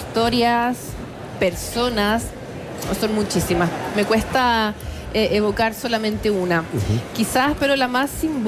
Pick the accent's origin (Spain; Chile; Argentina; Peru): Chile; moved away; yo les explico que soy chilena.